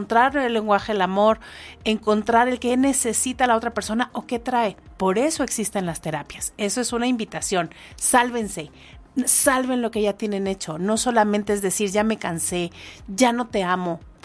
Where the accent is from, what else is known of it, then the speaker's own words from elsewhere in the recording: Morelos, Mexico; Dicen que así somos los de Morelos